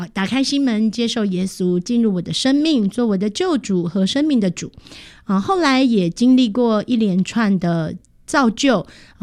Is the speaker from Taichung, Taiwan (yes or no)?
yes; Dongshi, Taichung, Taiwan; 我其实是小的时候呢在台中的一个乡下长大